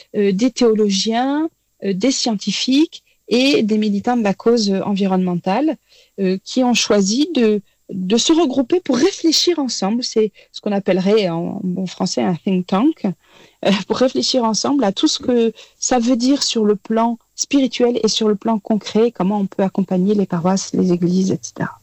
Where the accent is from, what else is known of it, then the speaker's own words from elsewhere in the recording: France; chez nous, en France